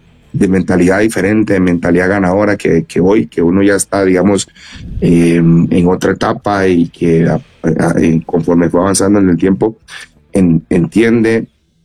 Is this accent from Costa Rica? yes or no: yes; Costa Rica; Sí, como buen costarricense, sí, yo quiero ver a mi selección